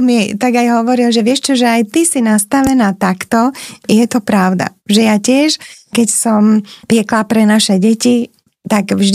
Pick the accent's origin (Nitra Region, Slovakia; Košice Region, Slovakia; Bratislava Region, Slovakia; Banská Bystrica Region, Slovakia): Bratislava Region, Slovakia; Bratislava; ja som bola doma v Bratislave.